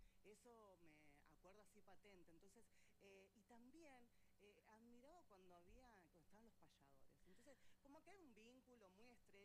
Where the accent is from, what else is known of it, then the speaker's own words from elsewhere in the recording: Buenos Aires, Argentina; also born or lived in Neuquén; ahí yo me crié en Buenos Aires y ahora vuelvo.